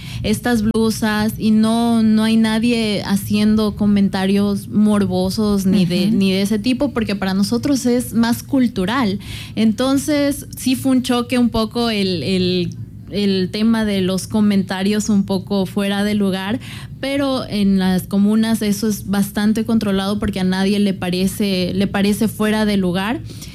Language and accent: Spanish; Santo Domingo de los Tsáchilas, Ecuador